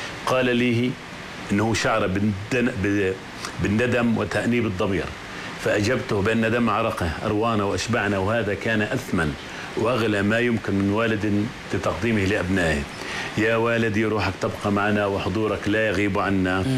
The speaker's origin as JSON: {"language": "Arabic", "town": "Amman", "region": "Amman Governorate", "country": "Jordan", "also_born_or_lived": "Berlin, Germany", "said": "يعني أنا طلعت من عمان بس أخذت عمان معي على برلين."}